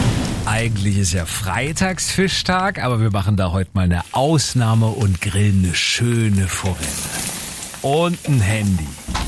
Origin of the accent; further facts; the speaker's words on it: Taucha, Saxony, Germany; Ah ja, Mensch, hier, meine Ecke, Nordsachsen. Ich komme ja aus Taucher.